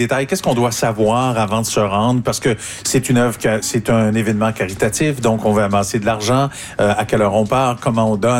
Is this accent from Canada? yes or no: yes; Quebec, Canada; Est-ce que beaucoup de ces espèces, nichent habituellement chez nous au Bas-Saint-Laurent?